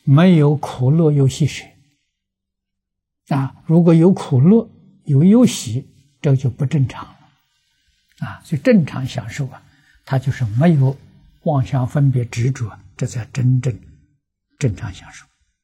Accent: China; 我们中国人讲，人之初性本善

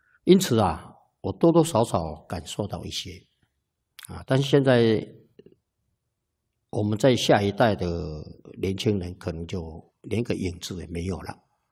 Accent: Taiwan; 所以你说台语呢也好几种啊。啊在台湾讲的话就叫台语

